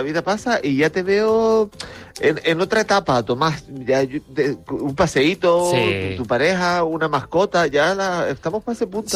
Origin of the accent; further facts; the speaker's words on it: La Orotava, Canary Islands, Spain; Mi infancia en Orotava teníamos un pato de mascota